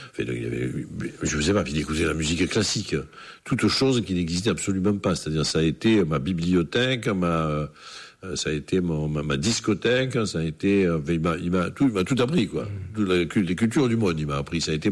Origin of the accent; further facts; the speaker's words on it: Marseille, Provence-Alpes-Côte d'Azur, France; Et je n'étais même pas marseillais, j'étais de l'Estac, hein, enfin, j'étais de ce quartier-là.